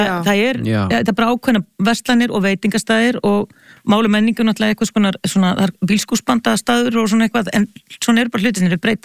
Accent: Hafnarfjörður, Capital Region, Iceland; ég reyndar alveg upp í Hafnarfirði, þannig ég var ekki daglegur gestur í borginni fyrir en ég var tvítug þegar ég flutt úr Hafnarfirði.

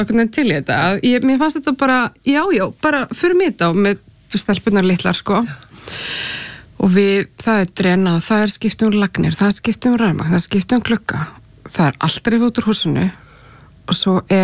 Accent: Capital Region, Iceland; En ég ólst upp á Bergþórgötunni

